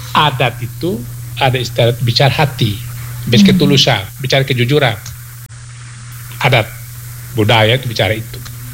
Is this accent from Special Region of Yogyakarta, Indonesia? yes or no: no; Ende, East Nusa Tenggara, Indonesia; Perkembangan zaman kita harus akomodir, tapi tidak boleh menghilangkan identitas kita sebagai orang Ende.